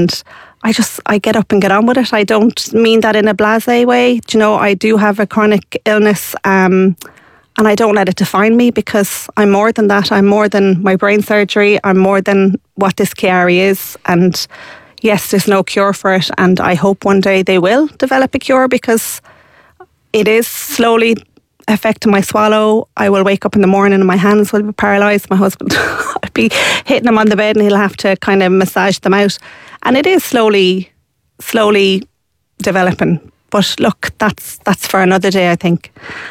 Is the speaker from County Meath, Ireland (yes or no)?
no; Shannon, County Clare, Ireland; So my godchild did a GoFundMe in my hometown of Shannon in County Clare, and I raised 24,000, I think, in 2 days.